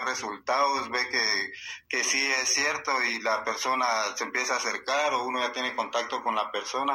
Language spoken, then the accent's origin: Spanish; Tiquizate, Escuintla, Guatemala; De Tiquizate, de Escuintla.